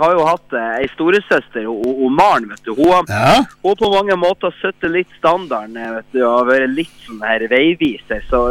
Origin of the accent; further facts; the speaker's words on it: Korgen, Nordland, Norway; moved away as an adult; also born or lived in Mo i Rana / Volda / Østfold; men jeg er født på Mo også. Jeg har vokst opp i Korgen.